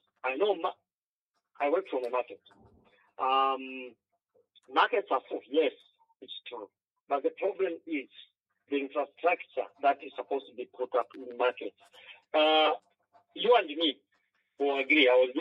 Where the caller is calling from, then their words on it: Solwezi, North-Western Province, Zambia; I'm calling you from Solwezi.